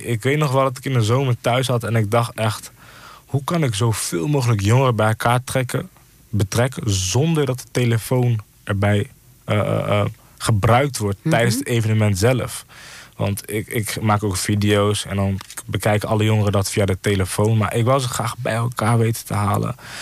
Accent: Apeldoorn, Gelderland, Netherlands; also born or lived in Zwolle; 23 jaar oud. Geboren in het Isale ziekenhuis in Zwolle, maar echt opgegroeid hier in Apeldoorn.

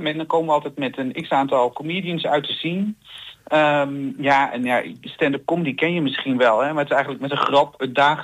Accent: Elburg, Gelderland, Netherlands; now in Amsterdam, Netherlands; Ik woon zelf inmiddels in Amsterdam, maar ik ben geboren en getogen in Elburg, vlakbij Apeldoorn.

